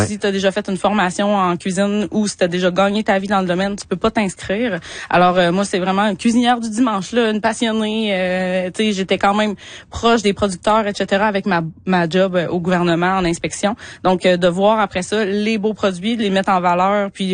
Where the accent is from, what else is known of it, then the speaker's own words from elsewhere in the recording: Quebec, Canada; j'ai cuisiné de la viande sauvage toute ma vie, vu que je viens de l'Abitibi